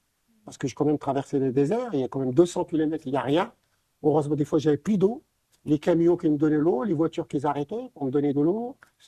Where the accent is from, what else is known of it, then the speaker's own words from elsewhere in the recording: Morocco; born there; je suis né au Maroc